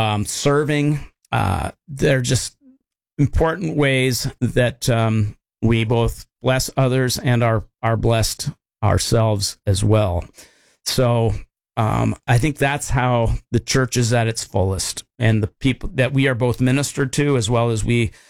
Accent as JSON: {"language": "English", "town": "Harvey", "region": "North Dakota", "country": "United States", "tie": "born or raised there", "also_born_or_lived": "Seattle"}